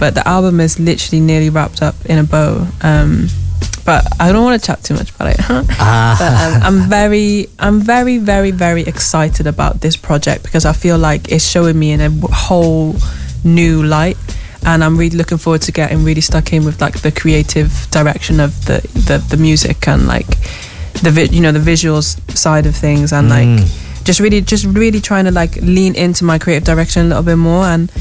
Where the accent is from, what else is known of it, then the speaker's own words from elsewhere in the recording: Wales, United Kingdom; I'm from Wales, I'm not British